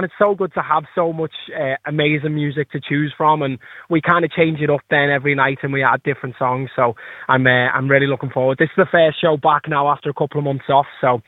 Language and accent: English; Liverpool, North West England, United Kingdom; accent: Scouse; I mean, obviously, I'm born and bred Scouse. I'm from Liverpool, and I grew up from literally round the corner from some of the biggest tourist attractions around the world